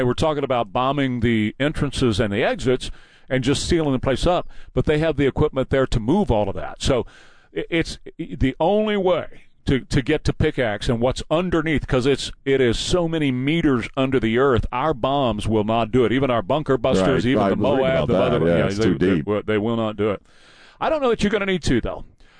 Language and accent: English; Texas, United States; I'm from South Texas.